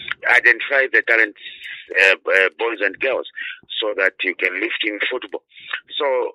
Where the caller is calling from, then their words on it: Central Province, Zambia; I'm a Zambian. I'm calling in Osaka.